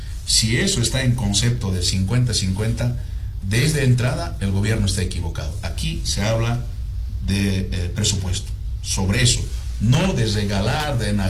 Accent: Bolivia; No siempre como gobernador, sino no aceptaría como un boliviano más.

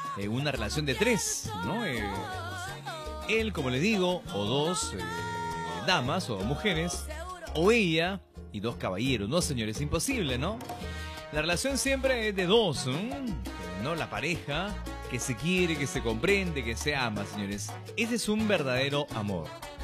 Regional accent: Peru

